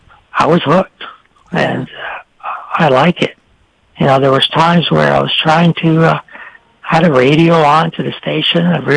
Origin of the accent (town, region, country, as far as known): Mooers, New York, United States; born there; first language French; English is a second language